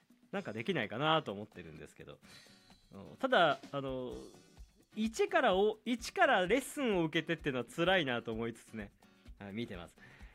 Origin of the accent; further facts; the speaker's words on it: Fukui, Japan; 地元の福井県に丸岡ラックというクラブがありまして、